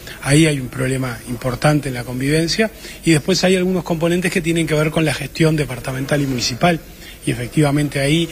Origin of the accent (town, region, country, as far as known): Montevideo, Uruguay